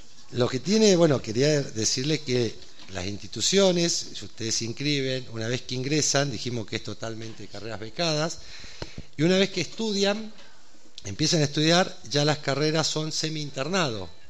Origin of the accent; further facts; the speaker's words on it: Godoy Cruz, Mendoza, Argentina; moved away; Yo soy de acá de Mendoza, soy oriundo de Godoy Cruz y ya me fui hace 30 años de acá.